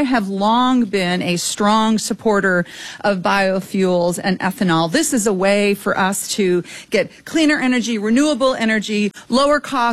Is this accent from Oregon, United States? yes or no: no; Minnesota, United States; keeping economic opportunity here in the United States and here in my home state of Minnesota.